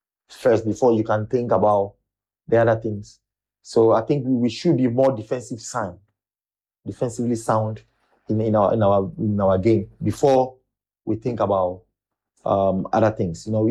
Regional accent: Ghana; me as a Ghanaian now

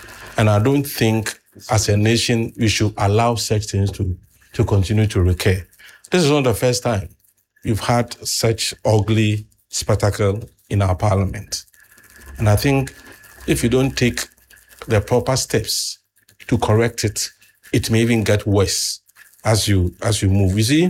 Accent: Ghana; as a Ghanaian.

